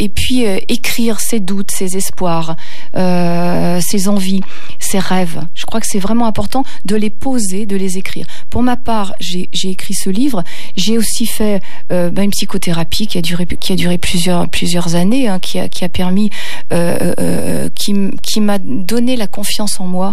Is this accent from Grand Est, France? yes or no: no; Hauts-de-France, France; born there; une petite partie de mon enfance dans le Nord.